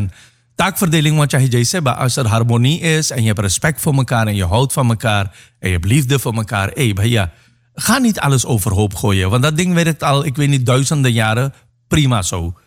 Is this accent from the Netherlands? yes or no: no; Suriname; maar dus ik ben in Suriname opgegroeid